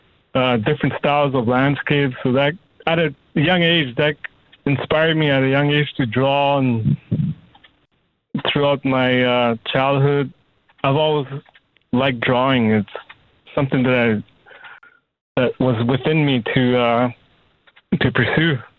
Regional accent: Northwest Territories, Canada; I grew up here in the Northwest Territory, so during my childhood, my parents, they would take us kids out on the land and camp out there.

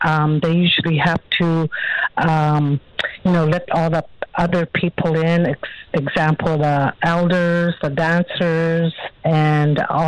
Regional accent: Alberta, Canada; I'm from the Siksika Nation, and my position here is with the Aboriginal Friendship Center of Calgary.

